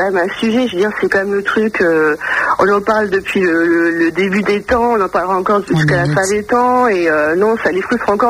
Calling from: Reims, Grand Est, France; je suis à Reims

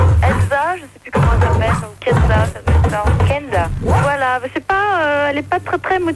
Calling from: Paris, Île-de-France, France; 19 ans de Paris.

